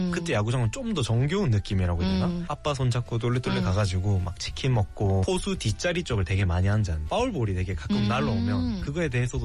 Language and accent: Korean; Yangsan, South Gyeongsang, South Korea; now in Busan, South Korea; 제가 원래는 양산 사람인데 부산에 너무 오고 나서 저 혼자 힘으로 살기 시작한 도시잖아요.